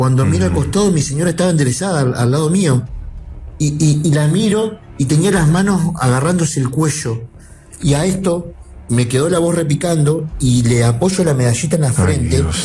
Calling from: Santa Fe, Argentina; De Santa Fe Capital.

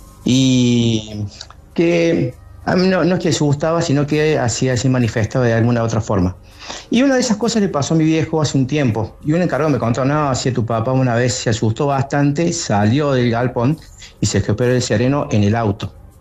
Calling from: Córdoba, Argentina; De Córdoba Capital.

